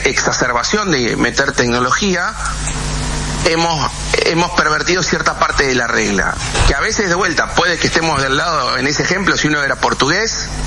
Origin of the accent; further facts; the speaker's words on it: Argentina; also born or lived in Uruguay; Yo nací en Uruguay, vivo en Argentina, toda mi vida viví en Argentina desde los 5 años, pero yo nací en Uruguay.